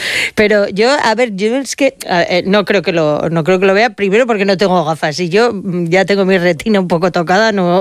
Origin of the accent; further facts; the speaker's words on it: Peralta, Navarre, Spain; Pues uno de los sitios donde se va a ver muy bien es en mi pueblo, en Peralta.